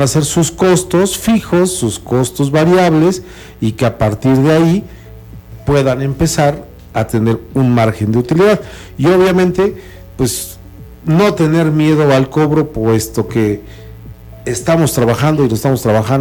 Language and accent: Spanish; Mexico; que nosotros como buenos mexicanos, cuando nos aventamos a poner un negocio